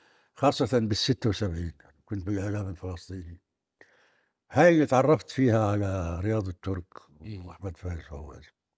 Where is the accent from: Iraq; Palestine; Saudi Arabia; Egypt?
Palestine; أنا يعني اشتغلت فترة بحياتي بإذاعة الثورة الفلسطينية كانت في درعا